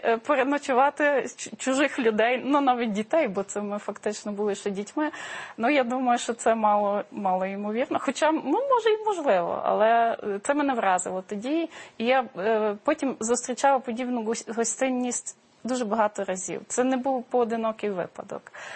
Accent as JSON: {"language": "Ukrainian", "town": "Warsaw", "region": "Masovian Voivodeship", "country": "Poland", "tie": "born or raised there", "second_language": "Ukrainian", "moved": "as an adult", "lives_now": "Lviv, Ukraine", "said": "саму Варшаву, мою рідну Варшаву, яка дуже сильно помінялася за тих 20 років, коли я там не живу"}